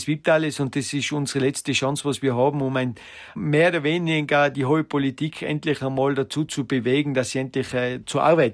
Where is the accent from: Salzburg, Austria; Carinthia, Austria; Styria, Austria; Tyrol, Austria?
Tyrol, Austria; Gries am Brenner; Ich bin gebürtiger Grieser, ich bin da geboren, ich bin da aufgewachsen.